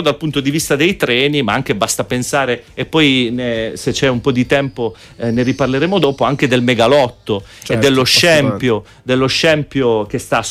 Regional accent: Montegiordano, Calabria, Italy; vengo da Montegiordano

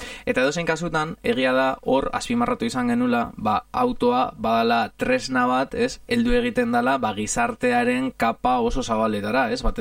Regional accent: Italy; Basque is a second language; ni italiarra naiz

